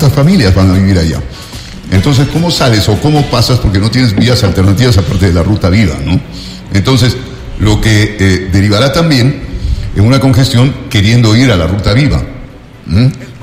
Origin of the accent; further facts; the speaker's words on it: Quito, Pichincha, Ecuador; Yo prácticamente me amamantaron aquí